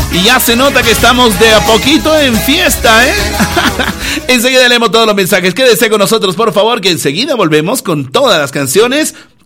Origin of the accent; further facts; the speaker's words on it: La Paz, Bolivia; lo vamos a vivir juntos como paseños, como bolivianos también